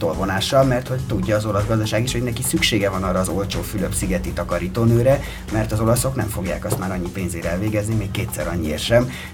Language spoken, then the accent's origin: Hungarian; Hungary; Nem magyar, én magyar vagyok, igen